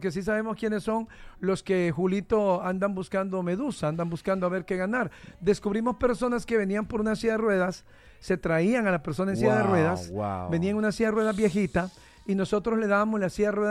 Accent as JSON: {"language": "Spanish", "country": "Honduras"}